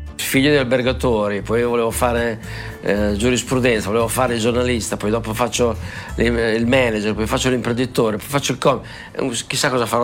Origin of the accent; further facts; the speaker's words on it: Riccione, Emilia-Romagna, Italy; born there; moved away as an adult; now in Bologna, Italy; Io sono romagnolo, nato a Riccione e vivo a Bologna, quindi rappresento tutte e due le anime